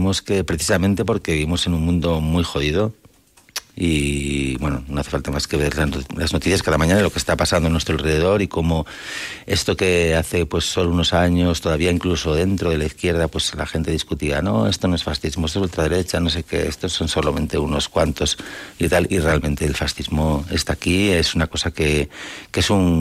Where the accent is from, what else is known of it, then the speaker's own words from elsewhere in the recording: Gijón, Asturias, Spain; en Ubión, Asturias, de donde vengo yo